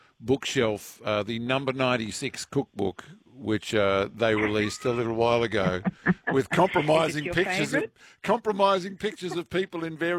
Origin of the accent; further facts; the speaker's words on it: Narrandera, New South Wales, Australia; my hometown of Narandra in the Riverina